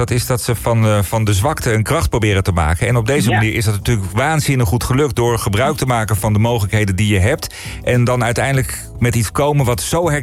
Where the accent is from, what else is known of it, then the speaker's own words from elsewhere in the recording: Netherlands; Het zijn natuurlijk echt allemaal illustraties en hoofdrolspelers waar we als Nederlanders massaal mee zijn opgegroeid.